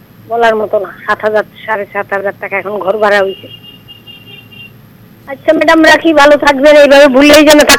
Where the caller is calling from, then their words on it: India; জয়নগর দশমী ঘাট থেকে।